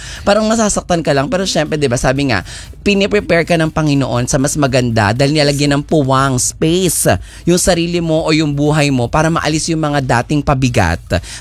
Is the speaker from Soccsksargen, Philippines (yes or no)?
no; Pasay, Metro Manila, Philippines; Kasi taga-Pasay kami dati, oo.